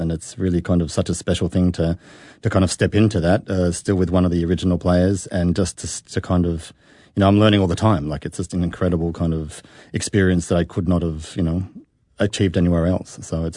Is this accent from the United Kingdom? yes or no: no; Australia; accent: Australian; It's still after a few beers, I still then kind of pick up my Australian accent agai